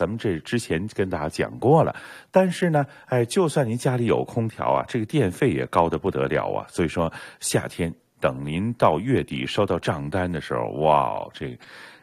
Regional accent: Toronto, Ontario, Canada

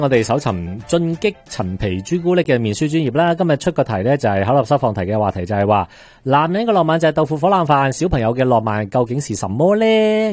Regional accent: Hong Kong; 你谂我哋喺香港长大。其实我哋都唔话唔到俾你听。

